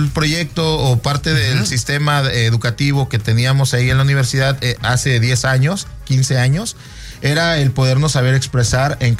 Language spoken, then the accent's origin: Spanish; Boca del Río, Veracruz, Mexico; born there; moved away as an adult; also born or lived in Riviera Maya / Oaxaca / Saltillo, Coahuila; yo nací en Boca del Río?